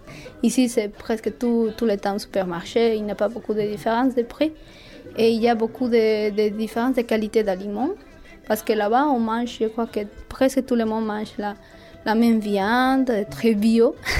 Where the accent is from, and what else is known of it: Bolivia; first language Spanish; French is a second language; moved away as an adult; now in France